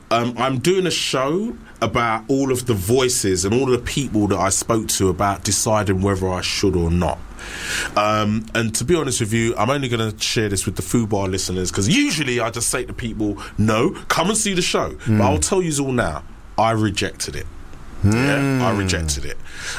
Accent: London, United Kingdom; I'm from East London, mate.

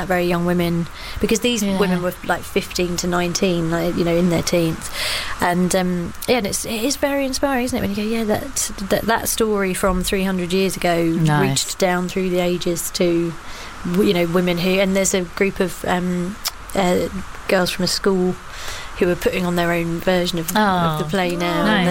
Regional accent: London, United Kingdom; also born or lived in Brixton; I grew up around South London.

